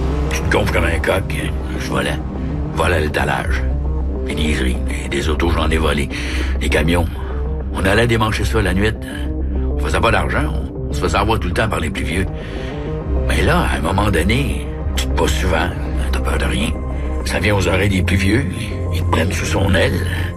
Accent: Quebec City, Quebec, Canada; J'ai été élevé à Saint-Roch, j'étais à Limoilou. Il y avait rien.

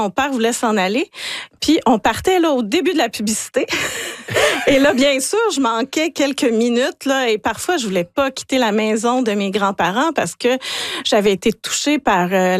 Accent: Quebec, Canada; Et puis moi, vous l'avez dit, je viens du Saguenay.

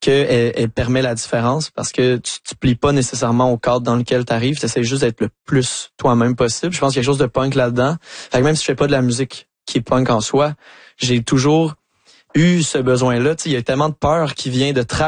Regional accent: Saint-Hyacinthe, Quebec, Canada; moi je viens de Saint-Hyacinthe qui est une ville agricole

